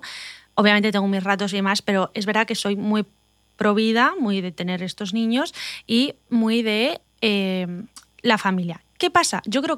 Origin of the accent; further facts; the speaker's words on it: Spain; moved away as an adult; now in United States; Y nosotros en España, bueno, yo soy española